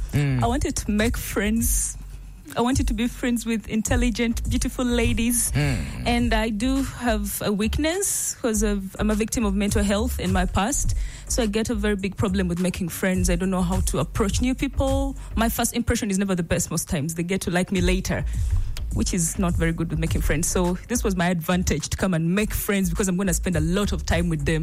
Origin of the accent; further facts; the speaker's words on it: Kampala, Central Region, Uganda; I come from Kampala.